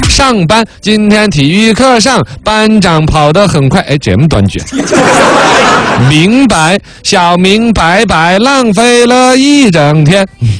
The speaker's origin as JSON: {"language": "Chinese", "region": "Sichuan", "country": "China", "said": "我们四川人"}